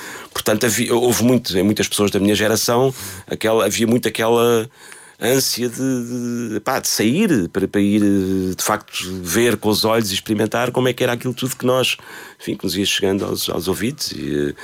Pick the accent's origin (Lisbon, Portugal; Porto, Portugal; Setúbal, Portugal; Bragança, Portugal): Lisbon, Portugal; born there; Eu nasci em Lisboa.